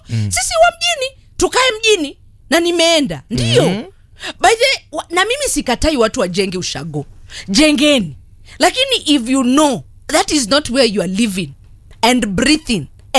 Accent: Nairobi, Kenya; also born or lived in Kiambu; Mimi nikijita mtoto wa mjini. Nimezaliwa Nairobi.

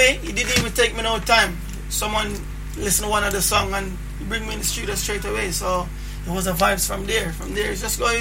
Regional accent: Montego Bay, Saint James, Jamaica; Well, originally I'm from Montego Bay.

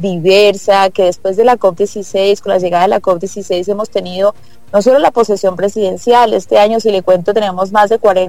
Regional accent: Colombia; Algunos se suelen, como somos los colombianos, sorprenderse o mofarse cuando decimos que Cali debería convertirse como en una Singapur

